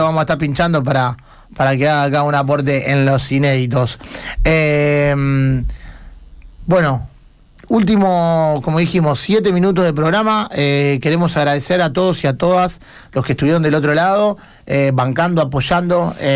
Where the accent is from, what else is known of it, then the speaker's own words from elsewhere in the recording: Argentina; Hoy juega nuestro país.